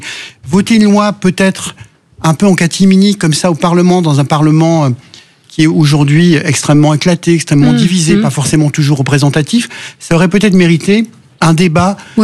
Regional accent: Auvergne-Rhône-Alpes, France; je suis originaire de l'Allier

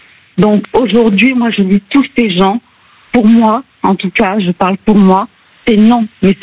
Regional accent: Bourgogne-Franche-Comté, France; Vous savez, il y a un petit proverbe, je suis issue de Bourgogne, on dit, d'un âne, on n'en fait pas un cheval de trait.

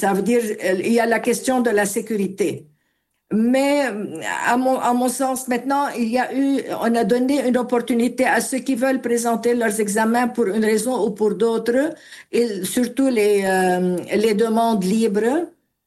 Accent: Lebanon; en tant que Libanais, vraiment très connus pour le niveau de notre niveau éducatif, pour nos diplômes

